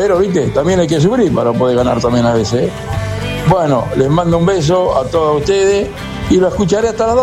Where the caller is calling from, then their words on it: Mar del Plata, Buenos Aires Province, Argentina; de Mar del Plata